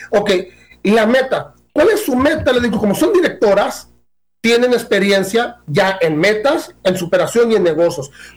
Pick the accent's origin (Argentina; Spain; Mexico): Mexico; yo estoy en México. Ok, como mexicanos